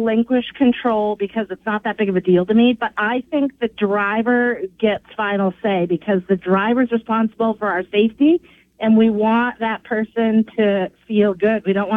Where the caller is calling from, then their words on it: Bow, New Hampshire, United States; I live in Bow